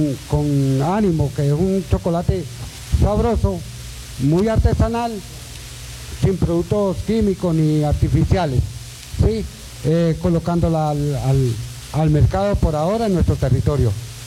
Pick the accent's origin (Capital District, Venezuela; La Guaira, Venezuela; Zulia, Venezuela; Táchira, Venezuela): Táchira, Venezuela; Cárdenas; Pues sí, nosotros somos del municipio de Cárdenas, específicamente.